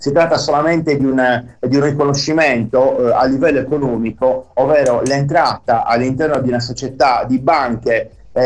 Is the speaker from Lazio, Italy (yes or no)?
no; Sardinia, Italy